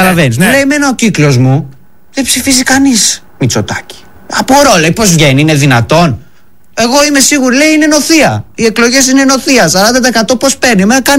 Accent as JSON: {"language": "Greek", "town": "Thessaloniki", "region": "Central Macedonia", "country": "Greece", "said": "Θεσσαλονίκη."}